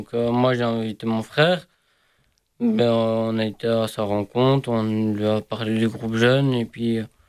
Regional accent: La Louvière, Wallonia, Belgium; Moi, je viens de la Louvière.

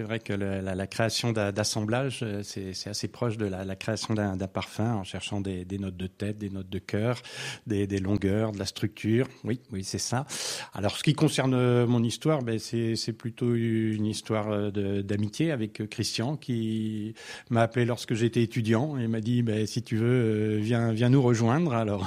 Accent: Nouvelle-Aquitaine, France; Oui, je suis un enfant du pays, effectivement. Ma famille est dans les sols des Charentes depuis bien des siècles, oui.

